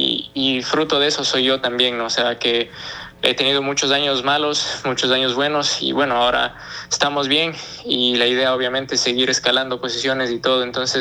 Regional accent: Ambato, Tungurahua, Ecuador; Bueno, yo soy de la ciudad de Ambato y practico ya este deporte cerca de 10 años.

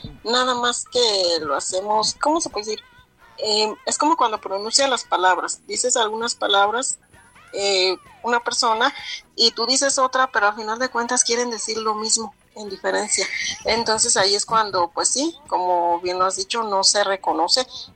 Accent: Hidalgo, Mexico; Yo soy de Hidalgo. Bueno, donde yo vivo se llama Zacualtipán Hidalgo, pertenece a Pachuca Hidalgo.

